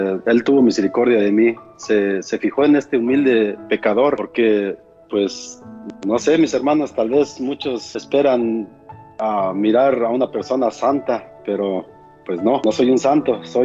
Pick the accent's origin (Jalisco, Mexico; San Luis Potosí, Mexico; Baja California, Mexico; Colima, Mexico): San Luis Potosí, Mexico; Yo soy de San Luis Potosí, de allá de un ranchito de la sierra. Allá, digamos que entre las piedras vivo yo, mis hermanos. Así que ya se imaginarán, pues, una persona que está allá, que viene de ranchos sin estudios